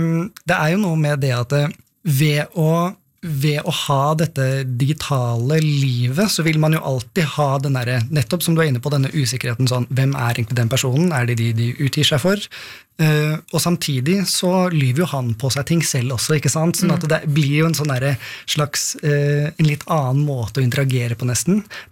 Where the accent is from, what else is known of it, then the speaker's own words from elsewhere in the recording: Oppegård, Akershus, Norway; min opplevelse av å være ung homo i skapet på Oppegård, der jeg vokste opp